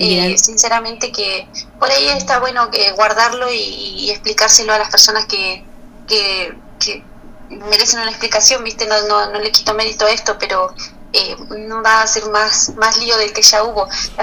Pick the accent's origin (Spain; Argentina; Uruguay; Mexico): Argentina; Alto Río Senguer, Chubut